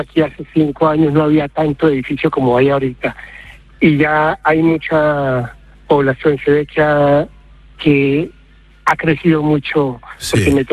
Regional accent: Colombia; now in Spain; En España llevo 30 años, sí, yo llegué aquí en el 97. Y soy colombiano

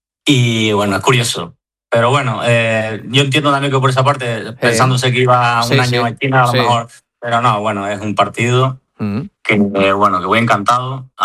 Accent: Arguineguín, Canary Islands, Spain; now in Madrid, Spain; estuve en verano en mi pueblo, en Arineí

